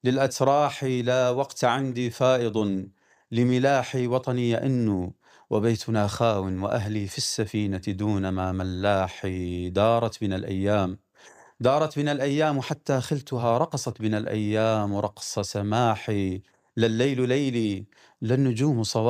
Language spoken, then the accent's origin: Arabic; Deir ez-Zor, Deir ez-Zor Governorate, Syria